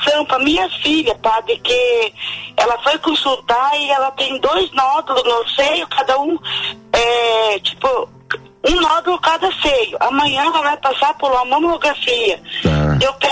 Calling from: Guaraniaçu, Paraná, Brazil; Eu falo de Santa Rosa, interior de Guaraniaçu.

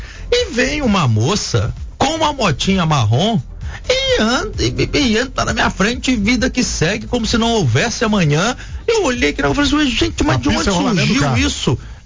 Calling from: Coronel Fabriciano, Minas Gerais, Brazil; eu estou falando de Coronel Fabriciano, que é uma cidade de 100 a 110 mil habitantes.

